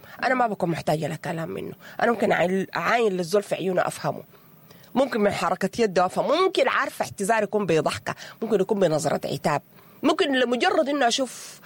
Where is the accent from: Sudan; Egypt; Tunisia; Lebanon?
Sudan; ونحن كسودانيين